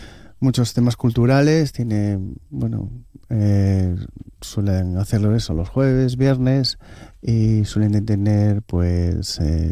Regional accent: Teverga, Asturias, Spain; ya de crío, allí en Teverga, en el colegio, una de las excursiones que se hacían era ir

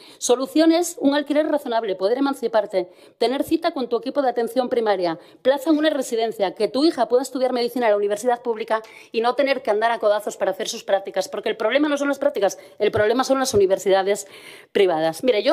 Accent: Luarca, Asturias, Spain; en Luarca, mientras en mi pueblo

